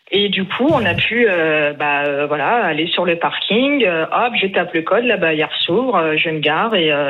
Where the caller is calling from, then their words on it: Reims, Grand Est, France; moi j'habite à Reims, mais ma maman habite à Rennes.